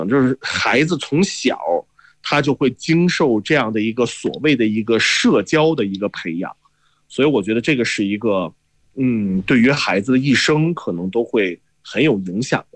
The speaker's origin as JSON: {"language": "Chinese", "country": "China", "said": "我们中国人"}